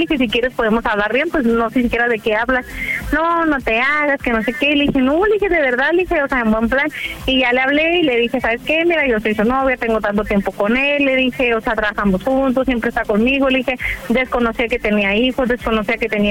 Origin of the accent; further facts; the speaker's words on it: Mexicali, Baja California, Mexico; 29, Mexicali.